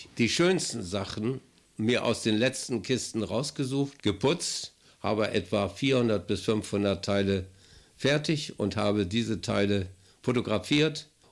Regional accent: Altenburg, Thuringia, Germany; born there; Ich bin in Altenburg geboren. Meine Mutter ist aus Altenburg

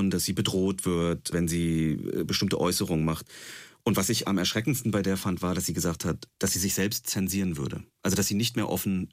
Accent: East Germany, Germany; ich komme selber aus Ostdeutschland

